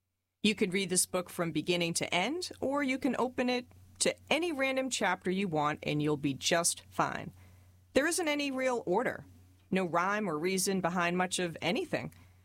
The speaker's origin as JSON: {"language": "English", "region": "Tennessee", "country": "United States", "tie": "born or raised there", "said": "it's full of a bunch of stories about me and my hometown in Tennessee, my friends and my family"}